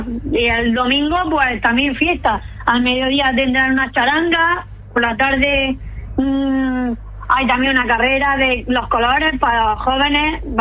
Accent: Andalusia, Spain; si es mi pueblo

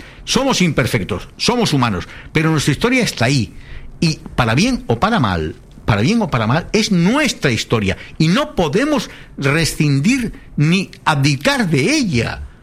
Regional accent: Spain; nosotros somos españoles

